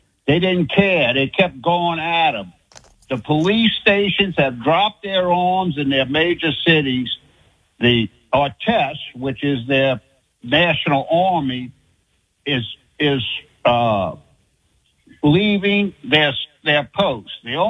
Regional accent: Louisiana, United States; now in Mississippi, United States; Oh, yeah, I'm from Louisiana. I just moved to Mississippi.

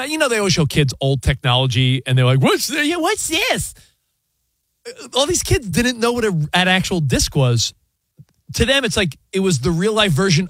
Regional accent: East Coast, United States; But for us, I grew up on the East Coast.

